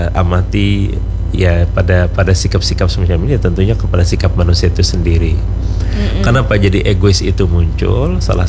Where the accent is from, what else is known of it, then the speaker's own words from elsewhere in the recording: South Kalimantan, Indonesia; Nah, tapi kita sangat menyayangkan budaya kita orang Banjar karena bisa mengekspresikan cinta.